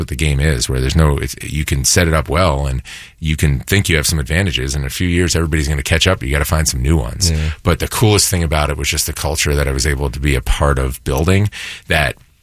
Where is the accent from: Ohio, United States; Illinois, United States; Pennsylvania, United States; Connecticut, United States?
Pennsylvania, United States; Philadelphia; born or raised there